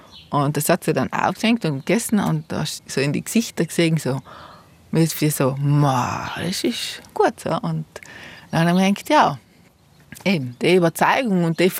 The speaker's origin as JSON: {"language": "German", "region": "Trentino-Alto Adige", "country": "Italy", "said": "Also ich komme ursprünglich aus dem Eisacktal, bin ein Zugraster."}